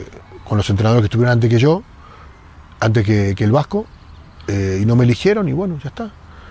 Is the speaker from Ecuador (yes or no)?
no; Mexico; Primero que nada, me considero un entrenador mexicano.